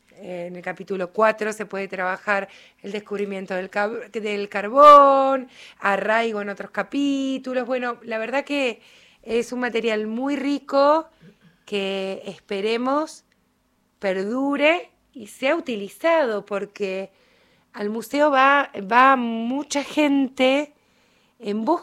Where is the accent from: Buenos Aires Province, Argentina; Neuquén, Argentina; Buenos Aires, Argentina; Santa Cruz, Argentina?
Santa Cruz, Argentina; Río Turbio; los rioturbienses somos más bien echados para adentro